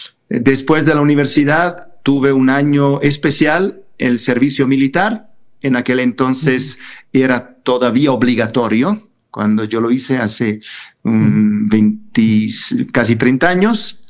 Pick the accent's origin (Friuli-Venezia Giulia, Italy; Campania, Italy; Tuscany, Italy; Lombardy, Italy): Lombardy, Italy; Bergamo; Spanish is a second language; moved away; yo soy italiano, vengo de la provincia de la diócesis de Bérgamo, conocida por ser la diócesis del Papa Juan XXIII, y es una diócesis que históricamente ha sido siempre muy, muy misionera